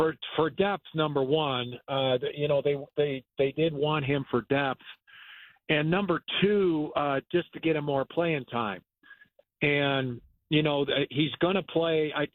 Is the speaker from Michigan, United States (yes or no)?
no; Oswego, Illinois, United States; born or raised there; moved away